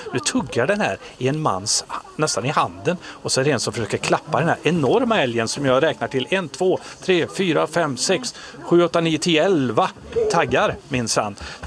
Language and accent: Swedish; Arvika, Värmland, Sweden; Det hände faktiskt mig när jag gick i skolan hemma i Arvika. Så satt jag in i skolsalen, så tittade jag ut i fönstret, så stod en älg och en kalv där utanför och tittade in genom fönstret. Så kan det vara när man bor i Värmland.